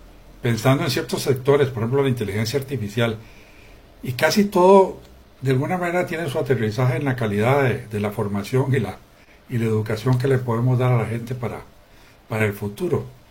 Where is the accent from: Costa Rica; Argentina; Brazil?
Costa Rica